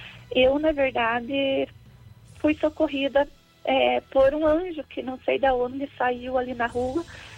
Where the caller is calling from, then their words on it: Guarapuava, Paraná, Brazil; Eu falo de Guarapuava.